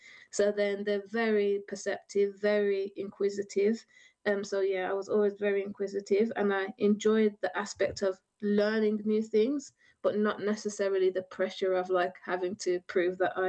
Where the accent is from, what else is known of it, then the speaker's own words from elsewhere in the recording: Birmingham, West Midlands, United Kingdom; born there; moved away as an adult; that's when I moved away from Birmingham.